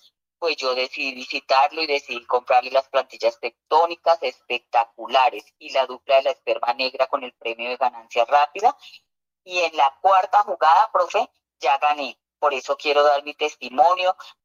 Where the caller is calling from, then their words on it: Garagoa, Boyacá, Colombia; lo estoy llamando de Garagoa, Boyacá.